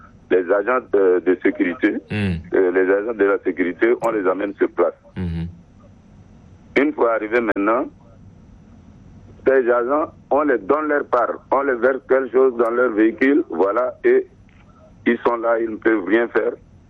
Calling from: Toukra, Chad; Moi, je suis à Tokra

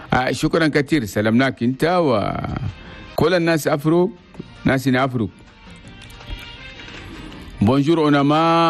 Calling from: Abéché, Ouaddaï, Chad; من مدينة عبشي.

